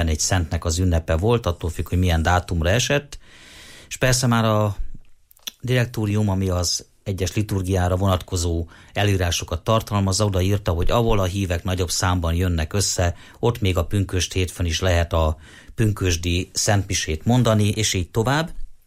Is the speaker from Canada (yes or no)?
no; Sárospatak, Borsod-Abaúj-Zemplén, Hungary; zarándokoljon el az én szülővárosomba, Sárospatakra